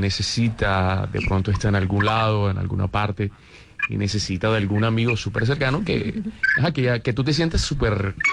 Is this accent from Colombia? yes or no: yes; Barranquilla, Atlántico, Colombia; Yo soy de aquí de Barranquilla.